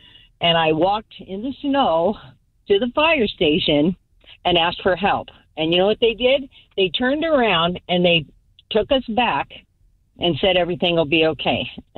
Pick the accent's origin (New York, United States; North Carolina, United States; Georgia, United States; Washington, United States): Washington, United States; Soap Lake; Soap Lake. I shouldn't tell you that because I have 2 brothers that ended up being police officers, and several of my siblings were very successful.